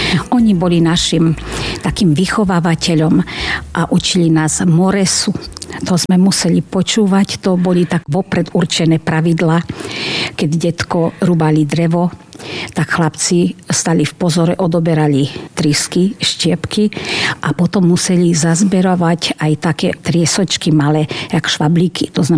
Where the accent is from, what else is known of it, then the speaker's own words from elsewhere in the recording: Ďačov, Prešov Region, Slovakia; Narodila som sa v dedinke v Ďačove pri Lipanoch rodičom … Mám 4 bratov a 1 sestru.